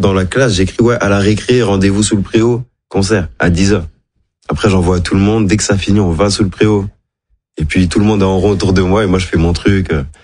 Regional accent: Madagascar; Parce que les gens, ils savent, ils apprennent, ils savent pas tout ce que je suis malgache.

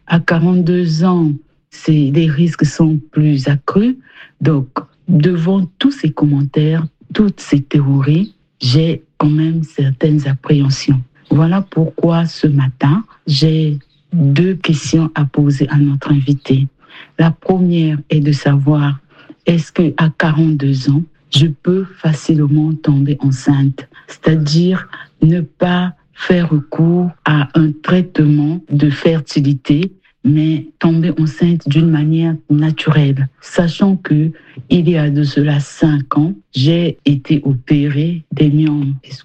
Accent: Republic of the Congo; J'ai 42 ans, je suis du Congo, Brazzaville.

